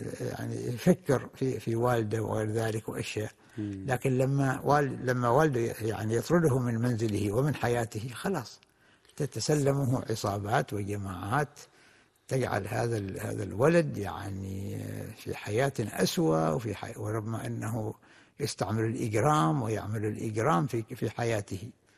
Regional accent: Oman; مثلا عندنا في عمان تجد الواحد أين يذهب، يعني البلد كلها متكاتفة وكلها متعاونة وكلها متعارفة.

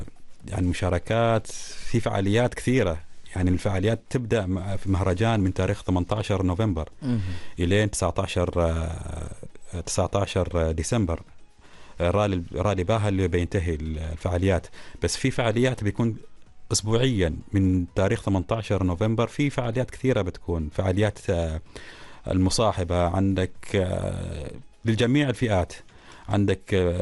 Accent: Oman; عندنا في عمان

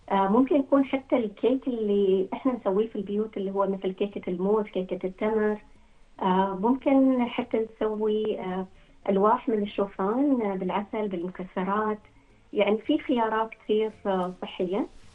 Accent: Oman; احنا العمانيين

